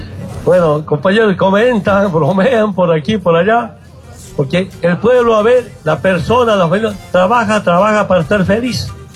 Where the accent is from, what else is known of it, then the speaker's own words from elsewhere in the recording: Orinoco, Oruro, Bolivia; now in Cochabamba, Bolivia; Yo soy del interior y soy de Orinoco, vengo acá a sobrevivir.